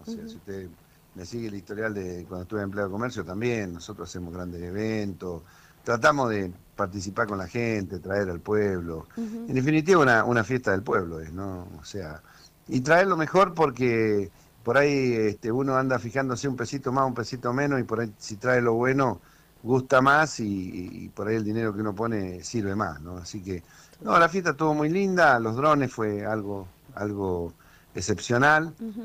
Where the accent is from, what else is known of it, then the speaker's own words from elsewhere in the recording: El Bolsón, Argentina; Así que yo vengo de la zona de Bolsón, del Hoyo, así que yo sé cómo es cómo son las costumbres, cómo son las tradiciones